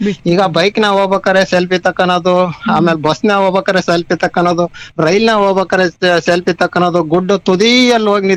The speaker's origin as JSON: {"language": "Kannada", "region": "Karnataka", "country": "India", "tie": "born or raised there", "said": "ನಮ್ಮೂರಿಂದ Nyamathi 9 kilometre ಆಗುತ್ತೆ"}